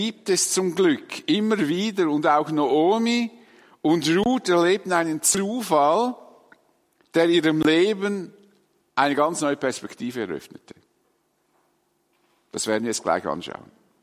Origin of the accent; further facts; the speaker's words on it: Dietikon, Zurich, Switzerland; born or raised there